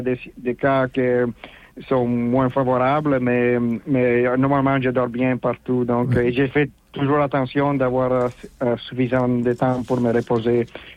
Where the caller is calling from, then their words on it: Montreal, Quebec, Canada; quand je suis à Montréal